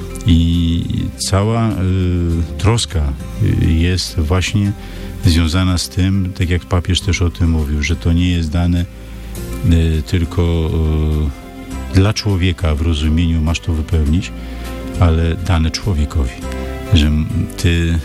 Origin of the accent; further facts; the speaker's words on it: Radom, Masovian Voivodeship, Poland; u nas w Radomiu